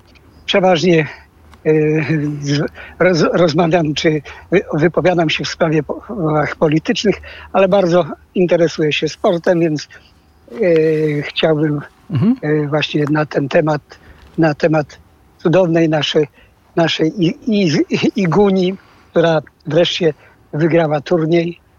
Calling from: Lublin, Lublin Voivodeship, Poland; z Lublina.

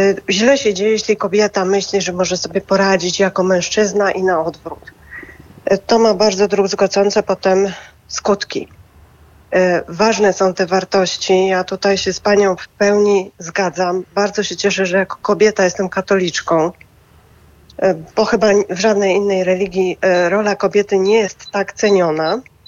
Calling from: Łódź, Łódź Voivodeship, Poland; ja dzwonię z Łodzi.

